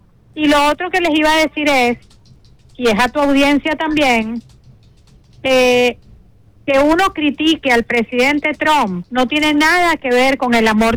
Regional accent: United States; Y este país es nuestro, porque yo también soy estadounidense.

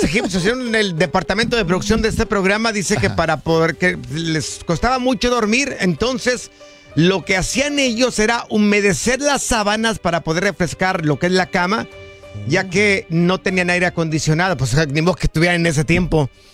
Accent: Jalisco, Mexico; No, yo no soy de Culiacán, soy del estado de Jalisco.

